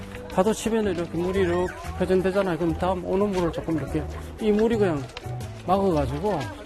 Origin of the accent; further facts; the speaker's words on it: Yeongdeok, North Gyeongsang, South Korea; moved away as an adult; now in Geoje, South Korea; 저 원래 고향은 경북 영덕군 영해면 소재지 깡촌이에요. 깡촌. 바다도 없고 거제도가 제 생활의 터전이었고 여기서 뭐 애들 태어나고 뭐 교육시키고